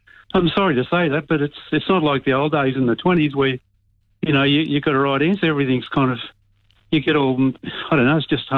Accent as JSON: {"language": "English", "town": "Canberra", "region": "Australian Capital Territory", "country": "Australia", "said": "I'm from the Canberra area."}